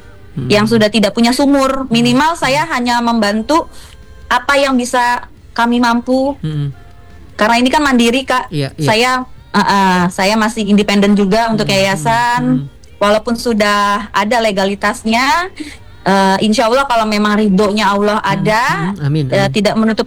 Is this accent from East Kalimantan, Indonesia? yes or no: no; Medan, North Sumatra, Indonesia; born there; Saya lahir di Medan, ibu saya asli Aceh, keluarga besar saya semuanya di Aceh.